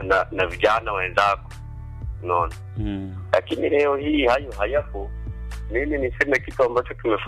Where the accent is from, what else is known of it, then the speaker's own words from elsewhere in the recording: Serengeti, Mara, Tanzania; born there; now in Mwanza, Tanzania; mimi kwetu ni Serengeti